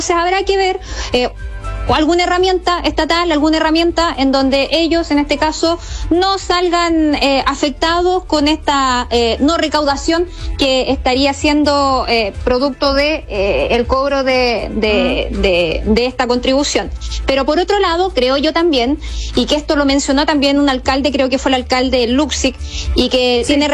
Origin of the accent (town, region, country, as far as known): Chile